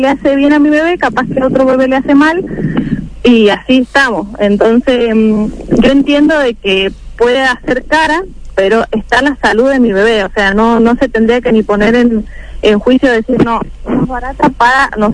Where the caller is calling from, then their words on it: San Martín, Mendoza, Argentina; No, yo soy de acá de San Martín.